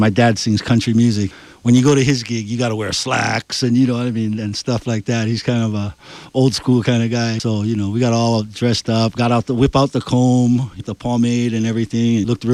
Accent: Palolo, Hawaii, United States; I grew up in Palolo in the housing projects there. The great thing about that is there's kids everywhere.

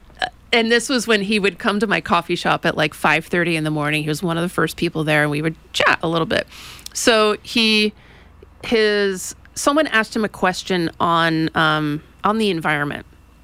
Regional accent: Kauai, Hawaii, United States; whereas like I was born and raised on Kauai and I care.

